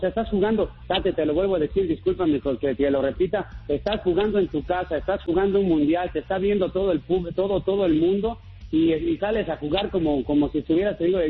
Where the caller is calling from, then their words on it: Mexico; soy mexicano